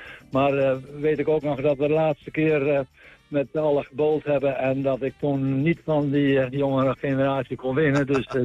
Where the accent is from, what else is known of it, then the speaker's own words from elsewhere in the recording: Friesland, Netherlands; moved away as an adult; also born or lived in Steenwijk / Huizen / Tilburg / Haarlemmermeer; now in Nieuw-Vennep, Netherlands; Ik ben Fries geboren in de Stellingwerven. En heb daar tot mijn 20ste gewoond.